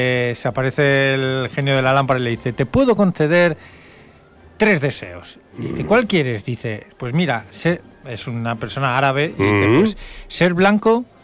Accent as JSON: {"language": "Spanish", "town": "Madrid", "region": "Community of Madrid", "country": "Spain", "said": "para los que somos madrileños y lo llevamos muy a rajatabla, eso de ser madrileño"}